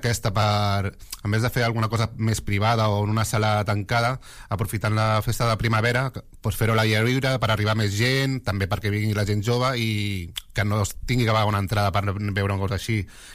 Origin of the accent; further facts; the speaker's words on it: Sant Andreu de la Barca, Catalonia, Spain; jo que sóc de Sant Andreu de tota la vida